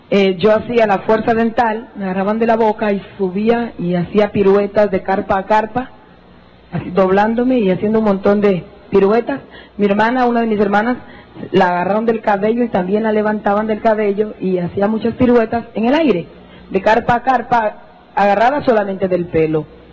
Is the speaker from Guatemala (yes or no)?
yes; Jutiapa, Guatemala; Porque yo soy de Jutiapa, soy de Oriente, y en Jutiapa, en Oriente, eso de payasos y de tonterías no nos gusta.